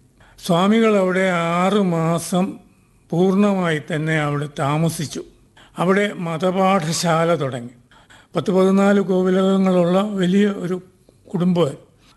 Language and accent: Malayalam; Ezhumattoor, Kerala, India; born or raised there